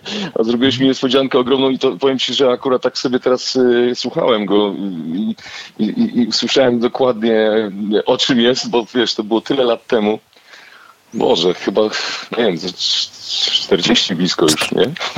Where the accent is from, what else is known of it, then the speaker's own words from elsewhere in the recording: Kamienna Góra, Lower Silesian Voivodeship, Poland; pochodzimy z tego samego miasta, z Kamiennej Góry na Dolnym Śląsku.